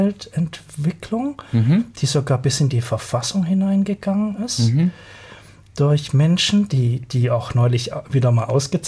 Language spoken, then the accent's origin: German; Baden-Württemberg, Germany; moved away; Ich komme da aus dem Musterländle.